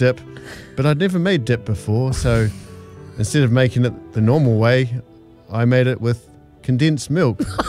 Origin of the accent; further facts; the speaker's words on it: Oamaru, Otago, New Zealand; I'm from Oamaru